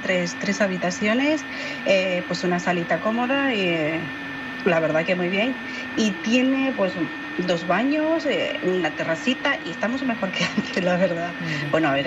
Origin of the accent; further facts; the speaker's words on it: Bolivia; moved away; Sí, bueno, yo soy de Bolivia y vine hace 25 años. Y traje a las niñas después.